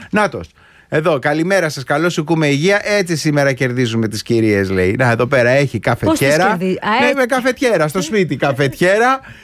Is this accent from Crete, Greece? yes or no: no; Koropi, Attica, Greece; born there; Εντάξει, εγώ έχουμε οικολόγηση και γεννηθεί στο Κοροπή.